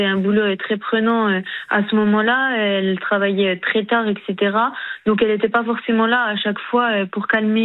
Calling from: Bourgogne-Franche-Comté, France; accent: petit accent de l'Est; Je viens de l'Est, de Bourgogne-Franche-Comté.

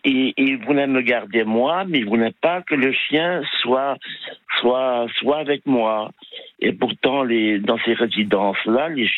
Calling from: Louvres, Île-de-France, France; Je rentre chez moi, j'habite à Louvre, dans le Val d'Oise.

